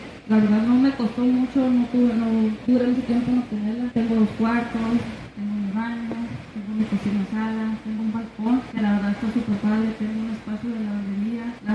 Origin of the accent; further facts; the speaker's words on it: Mexico; Que quién se iba a imaginar que nosotros, como mexicanos, tuviéramos una vivienda de digna.